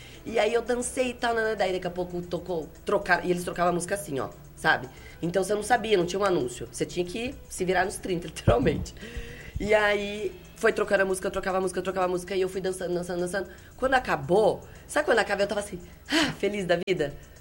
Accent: Limeira, São Paulo, Brazil; eu sou de Limeira.

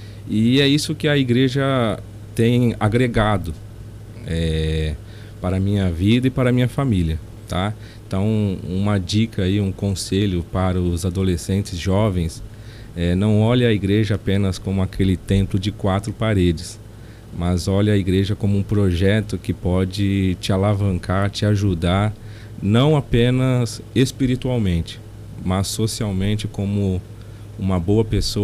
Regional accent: Monte Alto, São Paulo, Brazil; Eu nasci aqui em Monte Alto, 1995, temos aí 31 anos.

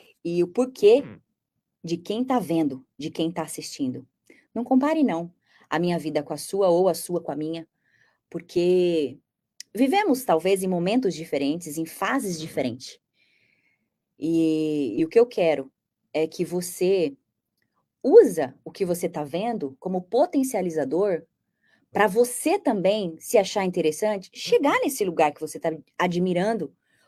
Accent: Brazil; born there; Eu nasci no Brasil, no Brasil.

